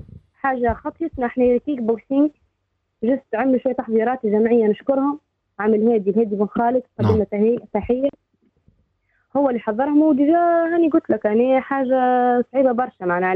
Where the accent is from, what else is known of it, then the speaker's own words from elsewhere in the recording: Gabès, Gabès Governorate, Tunisia; جابس معناها هي مدينتنا من الجنوب